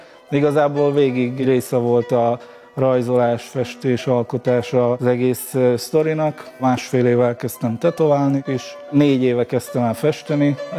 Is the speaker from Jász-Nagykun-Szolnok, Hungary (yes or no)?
no; Kisnamény, Szabolcs-Szatmár-Bereg, Hungary; rgyarmaton születtem, Kisnaményban nőttem fel, a szomszéd faluban Jánkmajtisra jártam iskolába, általános iskolába.